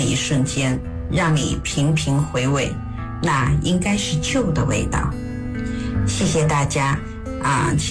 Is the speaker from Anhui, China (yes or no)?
no; Anshun, Guizhou, China; 我是来自贵州省安顺市的 … ，是一名大学教师，业余时间呢喜欢作词，记录生活中的小确幸。